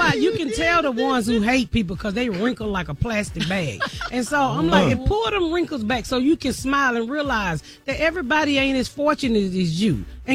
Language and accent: English; Atlanta, Georgia, United States; I'm from Atlanta.